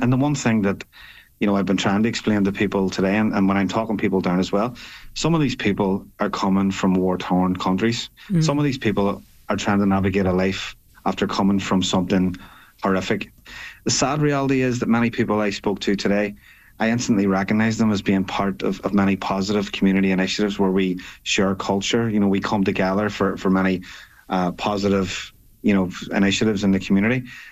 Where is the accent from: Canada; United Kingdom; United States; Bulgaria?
United Kingdom; Belfast, Northern Ireland; I grew up in West Belfast, which mm-hmm. is a nationalist area.